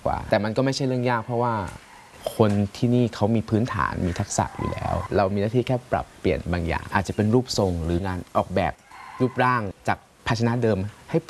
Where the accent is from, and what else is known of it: Chiang Mai, Thailand; born or raised there